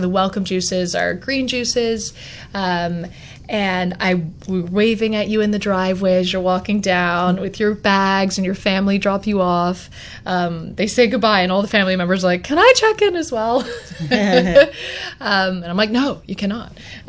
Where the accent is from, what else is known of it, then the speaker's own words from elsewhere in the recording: Canada; I'm Canadian